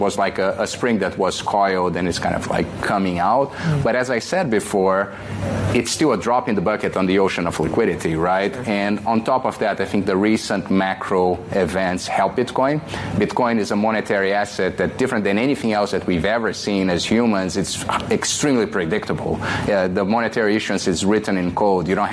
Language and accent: English; Brazil; I grew up in Brazil, and you know, I went my teenage years in the 90s in Brazil, late 80s, early 90s, when inflation was wild.